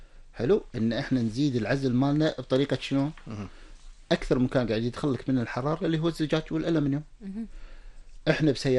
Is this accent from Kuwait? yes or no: yes; Kuwait; موجودة شركات هنا عندنا في الكويت